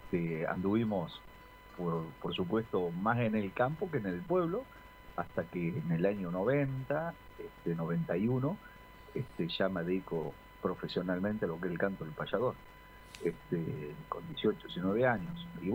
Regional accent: Rauch, Buenos Aires Province, Argentina; now in Ayacucho, Argentina; nosotros estamos acá en Ayacucho desde el año 83, 84. Pero criamos ahí en... Yo nací en Rauch por razón que mi viejo iba una vez por mes al pueblo.

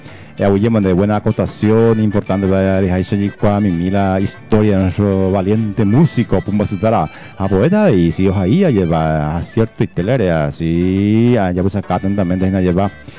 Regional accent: Paraguay; como buen paraguayo que somos

